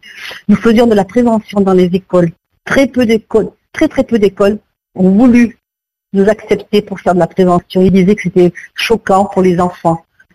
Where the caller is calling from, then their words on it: Perpignan, Occitanie, France; j'habite à Perpignan, dans les Pyrénées-Orientales.